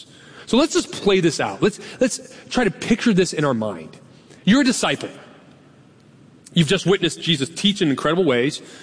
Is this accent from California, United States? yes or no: yes; Carmichael, California, United States; also born or lived in Sacramento; And when somebody asked me where I was from, I would always say, I'm from Sacramento. Do you know I've never lived one day in my entire life in the city of Sacramento? Not one day. I actually grew up and am from Carmicha